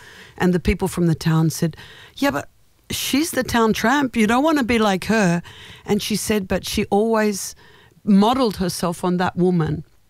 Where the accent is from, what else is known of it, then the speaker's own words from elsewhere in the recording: Australia; us Australians are very receptive to different influences